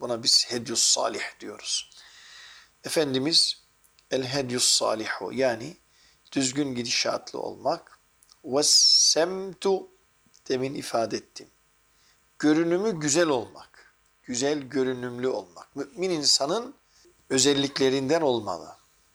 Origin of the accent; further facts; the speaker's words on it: Çankırı Province, Turkey; Çankırılıyım ya ben.